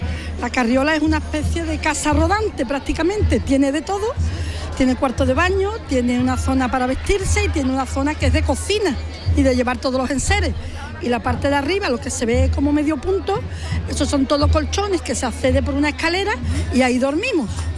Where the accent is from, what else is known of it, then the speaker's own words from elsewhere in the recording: Badajoz, Extremadura, Spain; born there; also born or lived in Gines, Seville; now in Seville, Spain; yo soy extremeña porque nací en Extremadura, soy de Badajoz.